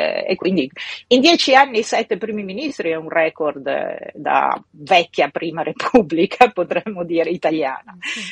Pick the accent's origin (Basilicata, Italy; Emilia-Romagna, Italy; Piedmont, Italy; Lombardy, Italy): Emilia-Romagna, Italy; Emilia-Romagna, io vengo dall'Emilia-Romagna, usiamo questo modello